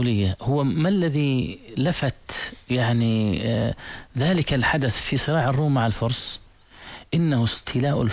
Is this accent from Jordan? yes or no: yes; Jordan; هون عندنا بالأردن،